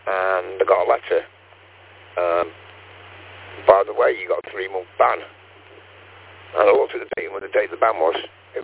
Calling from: Stoke-on-Trent, West Midlands, United Kingdom; Well, my location, I'm on the handheld, just like you. I'm sitting on Malcop, Staffordshire, Stoke-on-Trent.

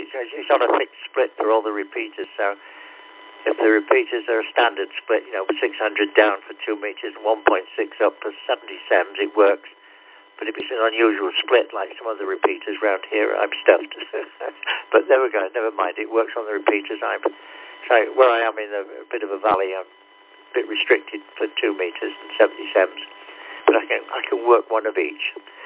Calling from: Broadmayne, South West England, United Kingdom; I'm just inland from Weymouth in a village called Broadmain, and I'm running from upstairs shack down into a hotspot down in the hall.

